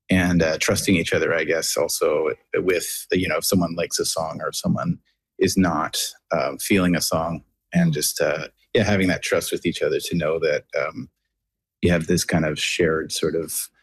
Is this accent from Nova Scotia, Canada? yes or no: yes; Clark's Harbour, Nova Scotia, Canada; I heard about the story, but I didn't realize how close it was to my hometown. Because it was always the Shag Harbor, and I always knew the town as Clark's Harbor